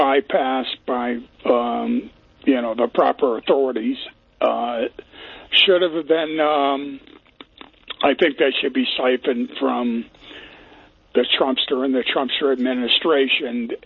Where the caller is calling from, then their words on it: Chester, Massachusetts, United States; I'm calling from Chester.